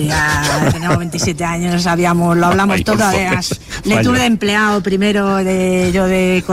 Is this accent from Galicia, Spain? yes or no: no; Madrid, Community of Madrid, Spain; Soy de Madrid.